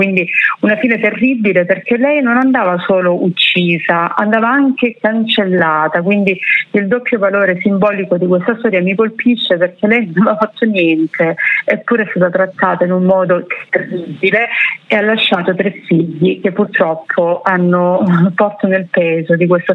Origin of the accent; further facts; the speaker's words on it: Cinquefrondi, Calabria, Italy; lei viveva a Laureana di Borrello e io sono di Cinque Pronti, quindi parliamo di 10 chilometri di distanza